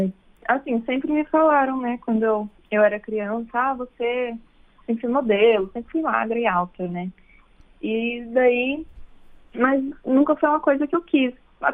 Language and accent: Portuguese; Ipitanga, Bahia, Brazil; Eu sou filha única, eu cresci aqui em Ipitanga, no interior da Bahia, e eu tive uma infância muito feliz.